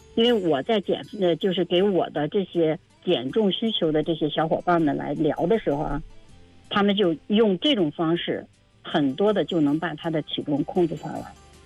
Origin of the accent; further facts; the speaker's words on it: China; 我们中国人